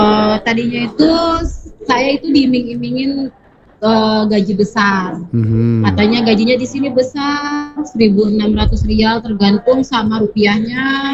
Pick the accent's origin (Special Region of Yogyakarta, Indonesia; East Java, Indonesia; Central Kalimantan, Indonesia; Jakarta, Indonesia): Jakarta, Indonesia; now in Bogor, Indonesia; Saya ini asal Jakarta, domisilinya daerah Citayam Bogor.